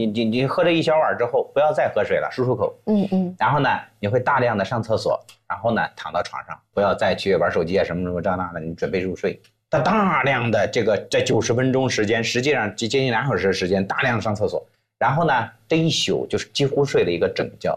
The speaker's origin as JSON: {"language": "Chinese", "country": "China", "said": "那对于我们中国人而言的话呢，我们喜欢相对这个丰盛一点，"}